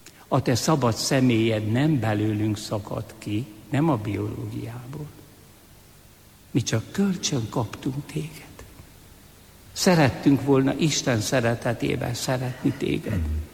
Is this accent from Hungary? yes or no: yes; Hungary; born there; Szülőfalumba Siót szabályozták.